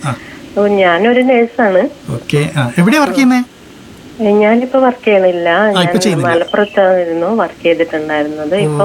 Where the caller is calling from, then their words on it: Kerala, India; ഇവിടെ പനങ്കാവ്.